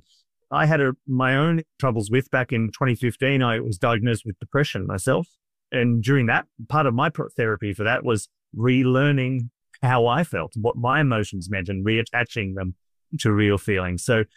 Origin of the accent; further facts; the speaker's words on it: Australia; I am Australian.